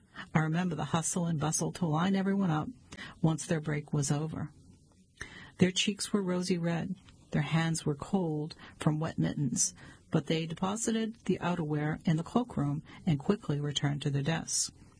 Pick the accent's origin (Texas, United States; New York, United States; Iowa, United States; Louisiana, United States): Iowa, United States; now in California, United States; Although I have been a California resident for almost 5 decades, I grew up in the Midwest. I graduated from an Iowa high school in 1967 and completed my college degree at the University of Northern Iowa in 1971.